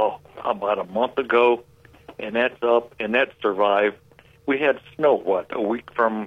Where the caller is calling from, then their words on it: Medina, Ohio, United States; from Medina.